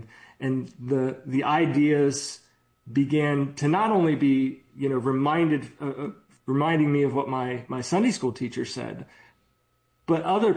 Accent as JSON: {"language": "English", "region": "Maryland", "country": "United States", "tie": "born or raised there"}